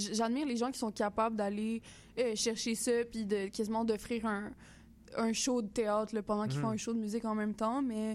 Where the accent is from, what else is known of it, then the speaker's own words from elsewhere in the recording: Douglastown, Quebec, Canada; genre quand j'étais jeune, très jeune, puis que j'étais chez nous à Douglaston, en Gaspésie, je chantais ça à mes voisins, puis je devais avoir genre 5-6 ans